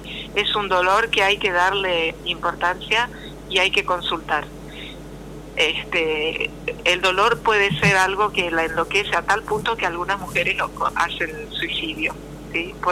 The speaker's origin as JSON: {"language": "Spanish", "country": "Argentina", "also_born_or_lived": "Paraguay", "said": "Yo viví unos años en Paraguay y me quedó un acento, ¿sí? De chica. Soy argentina. En realidad, en mi familia soy la única argentina."}